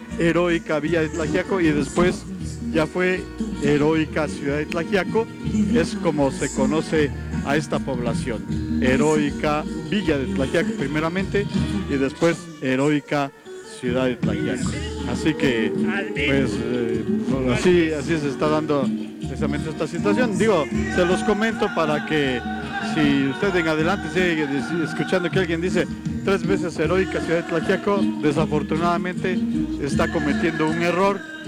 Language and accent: Spanish; Oaxaca, Mexico